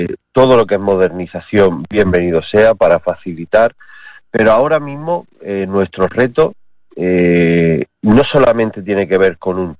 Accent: Andalusia, Spain; vengo de Andalucía

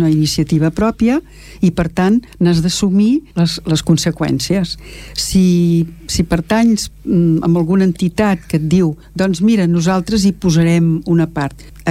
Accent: Esplugues de Llobregat, Catalonia, Spain

